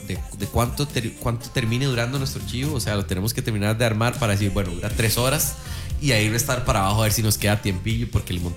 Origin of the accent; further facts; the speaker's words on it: Costa Rica; moved away as an adult; now in Mexico; Costa Rica nos ha dado todo y sé que es donde crecimos. Y en mi país